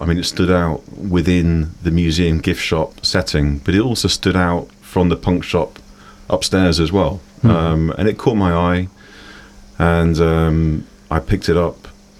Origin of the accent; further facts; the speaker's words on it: High Wycombe, South East England, United Kingdom; I'm from High Wycombe, so in Buckinghamshire.